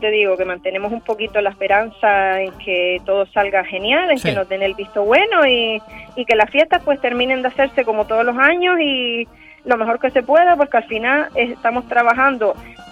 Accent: Canary Islands, Spain; como buenos canarios que somos

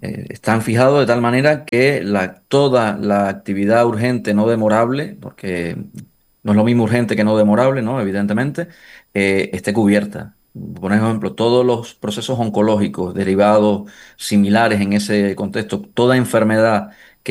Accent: Canary Islands, Spain; Yo soy de Gran Canaria

